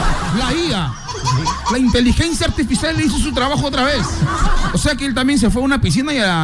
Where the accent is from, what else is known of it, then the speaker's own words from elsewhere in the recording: Peru; no, profesor, soy peruano.